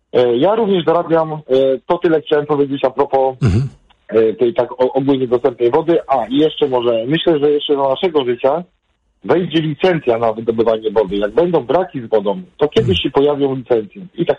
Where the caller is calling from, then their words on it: Pruszcz Gdański, Pomeranian Voivodeship, Poland; w moim mieście w Pruszczu Gdańskim